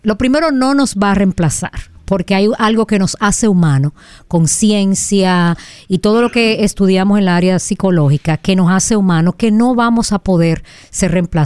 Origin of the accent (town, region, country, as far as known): Dominican Republic